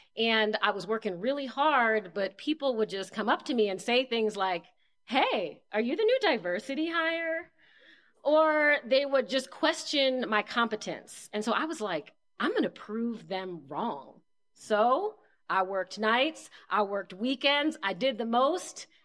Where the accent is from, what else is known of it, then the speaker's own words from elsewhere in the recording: Washington, District of Columbia, United States; My background, I grew up in Washington, D.C., and I did a lot of traditional things that people said meant success.